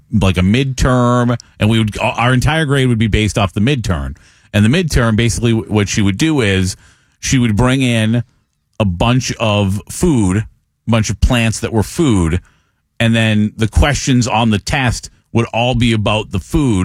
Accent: United States; we're from America

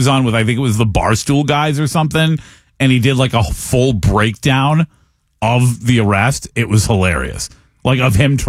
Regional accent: Wareham, Massachusetts, United States; A little town called Wareham, Massachusetts.

